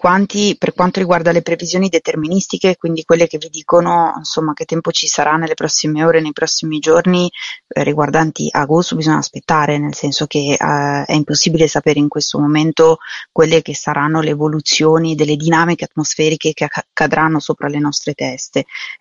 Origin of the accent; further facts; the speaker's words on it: Milan, Lombardy, Italy; io per esempio sono di Milano